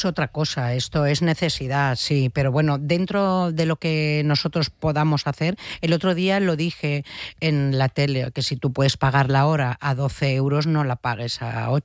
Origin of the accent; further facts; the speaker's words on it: Catalonia, Spain; Sí, jo sóc catalana.